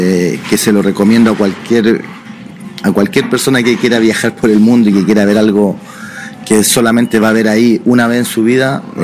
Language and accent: Spanish; Santiago, Santiago Metropolitan Region, Chile; born or raised there; moved away as an adult; also born or lived in Arica, Chile; now in Spain